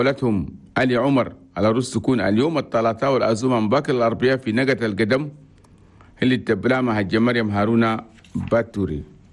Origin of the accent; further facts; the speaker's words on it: Chad; وأننا كلنا تشاديين لازم نعيشوا بالعافيه والسلام والاستقرار في بلدنا تشاد